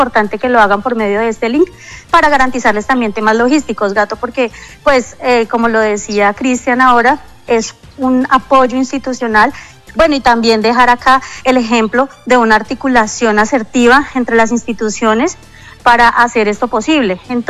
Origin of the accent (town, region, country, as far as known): Planadas, Tolima, Colombia